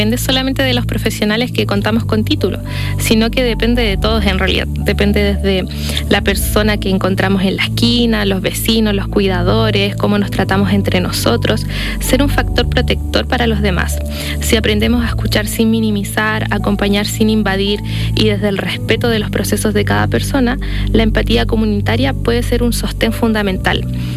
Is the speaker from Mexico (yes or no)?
no; Chile; moved away as an adult; also born or lived in Coquimbo; Yo soy una psicóloga chilena, soy la menor de una familia de cuatro. Crecí en el campo, lo que venía siendo un pueblito llamado El Guacho. Luego me mudé a la ciudad, a Coquimbo, y actualmente me mudé de país